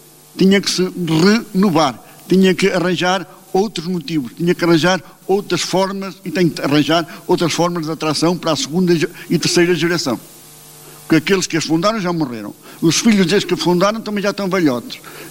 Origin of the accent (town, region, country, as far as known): Centro, Portugal; born or raised there